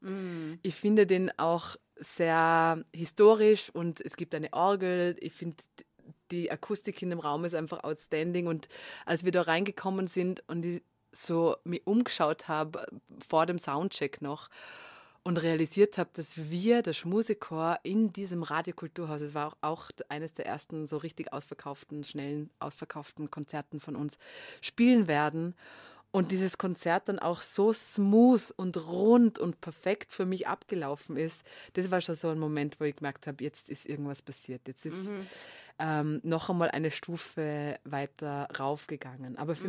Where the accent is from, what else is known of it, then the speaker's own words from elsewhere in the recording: Vienna, Austria; Im oberen Belvedere nämlich tatsächlich, in dem ich ganz selten war als Wienerin, weil ich das Gefühl habe, da gehen hauptsächlich TouristInnen hin.